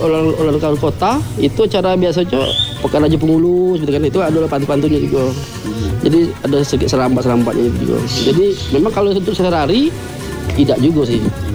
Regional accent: Bengkulu, Indonesia; kita orang Bengkulu

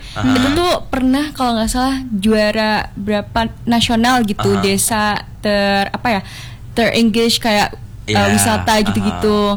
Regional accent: Trowulan, East Java, Indonesia; Nah, kebetulan aku tuh kan dari kecil ya tumbuh di Trawulan, jadi aku tuh tahu keseharian orang-orang itu bagaimana.

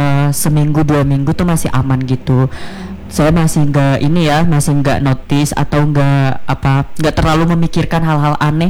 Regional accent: Central Kalimantan, Indonesia; moved away as an adult; saya itu asalnya dari Barito Utara, mahasiswa perantau gitu ya.

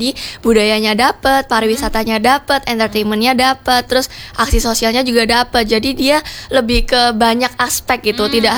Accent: Surabaya, East Java, Indonesia; Saya berasal dari Jawa Timur tentunya, dari Surabaya.

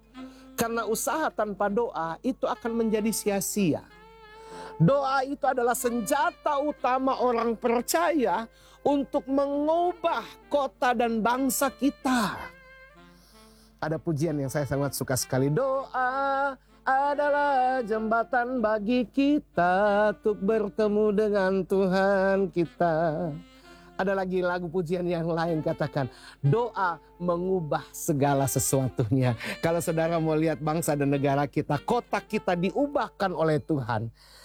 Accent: Indonesia

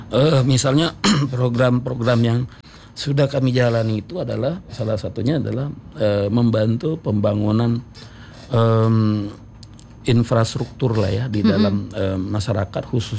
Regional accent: Bogor, West Java, Indonesia; kita berasal dari Bogor

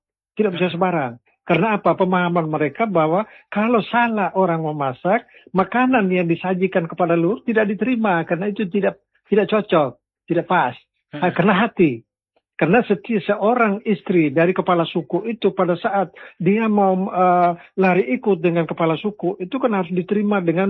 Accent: East Nusa Tenggara, Indonesia; saya orang Lio.

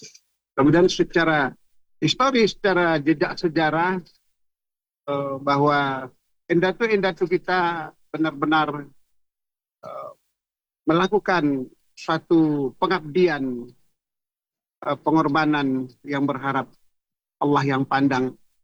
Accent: Aceh, Indonesia; kita sebagai orang Aceh

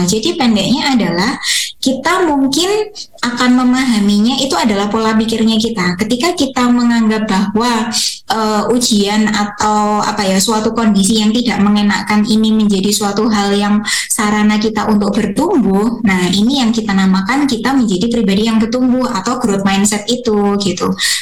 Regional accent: Java, Indonesia; kebetulan kan saya orang Jawa

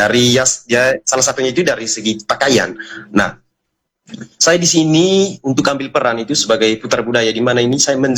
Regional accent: Ruteng, East Nusa Tenggara, Indonesia; Saya dari Manggarai, tepatnya di Ruteng.

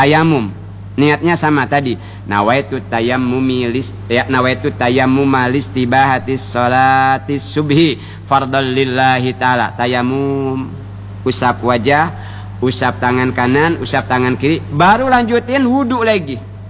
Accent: Bangka Belitung Islands, Indonesia; kata kita orang Bangka

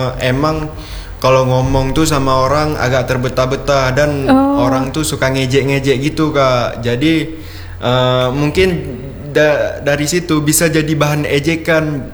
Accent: Pidie Jaya, Aceh, Indonesia; moved away as an adult; Saya berasal dari PD Jaya, Kak.

